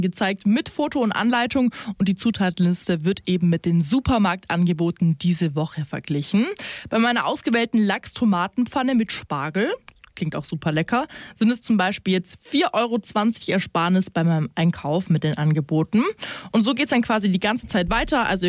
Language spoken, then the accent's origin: German; Swabia, Germany; Ich habe jetzt direkt mal als Schwabe das Höchste im Monat angegeben.